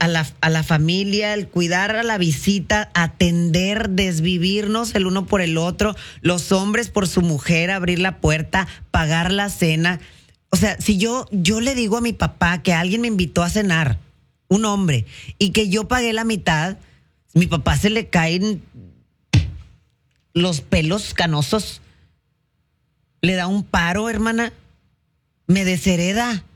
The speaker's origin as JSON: {"language": "Spanish", "town": "Monterrey", "region": "Nuevo León", "country": "Mexico", "tie": "born or raised there", "also_born_or_lived": "Houston, United States", "moved": "yes", "lives_now": "United States", "said": "yo nací en Houston, ¿no? Mis papás vivían en Houston, trabajaron mucho tiempo acá, en California, en La Pizca. Me crié en Monterrey. Después de que yo nací, decidieron regresar a México. Entonces, yo soy mexicana por mis papás y porque ahí me crié."}